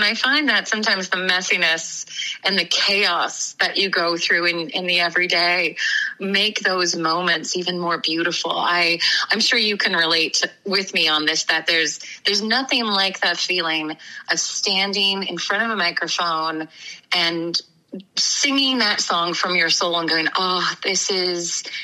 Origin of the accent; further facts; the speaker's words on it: Newfoundland and Labrador, Canada; also born or lived in Nova Scotia; Well, I grew up pretty close to you on the other side of the strait. I came from Newfoundland, and I've been in Nova Scotia now for a little over 20 years.